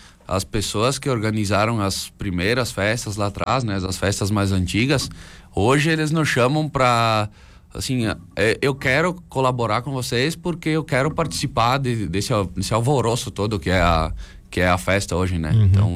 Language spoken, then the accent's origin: Portuguese; Coronel Pilar, Rio Grande do Sul, Brazil; sou de Coronel Pilar.